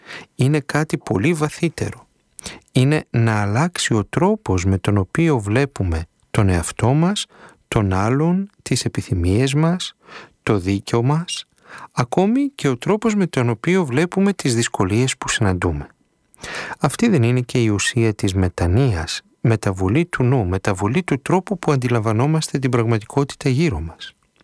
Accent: Serres, Central Macedonia, Greece; moved away as an adult; Όταν ήμουν στην Μητρόπολη Σερών, στην πατρίδα μου, στις Σέρες

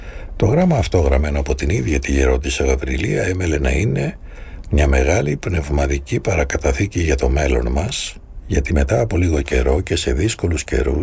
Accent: Kalamata, Peloponnese, Greece; στον κόσμο που ζω, στην πόλη μου την Καλαμάτα, τα προβλήματα πάνε και έρχονται.

